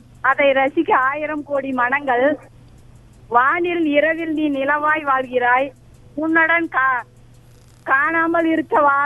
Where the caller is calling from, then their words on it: Kengavaram, Tamil Nadu, India; கிருஷ்ணகிரி மாவட்டம் கெங்காவரம்